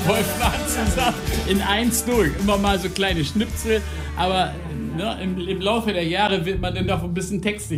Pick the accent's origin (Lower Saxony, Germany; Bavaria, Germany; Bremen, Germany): Bremen, Germany; Bremerhaven; born there; früher in Bremerhaven in meiner Geburtsstadt